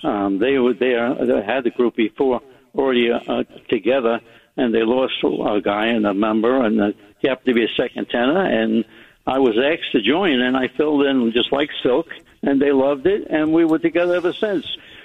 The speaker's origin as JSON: {"language": "English", "town": "Brooklyn", "region": "New York", "country": "United States", "tie": "born or raised there", "said": "In Bensonhurst, Brooklyn."}